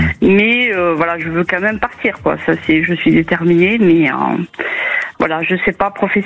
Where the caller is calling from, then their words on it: Millau, Occitanie, France; De Millau, dans l'Aveyron.